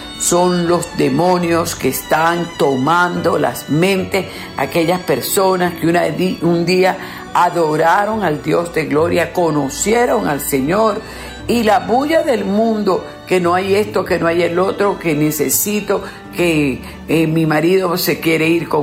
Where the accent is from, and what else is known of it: Venezuela